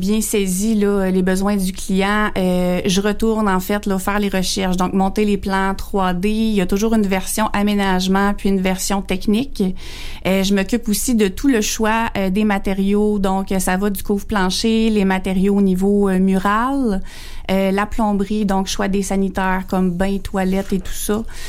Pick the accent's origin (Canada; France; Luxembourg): Canada; Saint-Pascal, Quebec; revenir à ma ville natale, Saint-Pascal